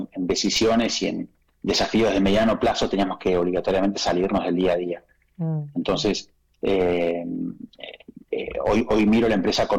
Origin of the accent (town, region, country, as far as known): Tigre, Buenos Aires Province, Argentina